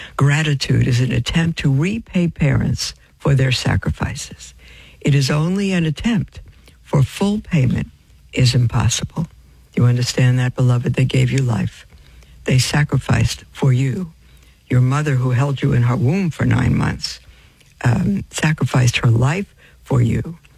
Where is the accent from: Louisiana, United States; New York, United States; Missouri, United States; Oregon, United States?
New York, United States; New York City; when I was growing up in Brooklyn in my Jewish home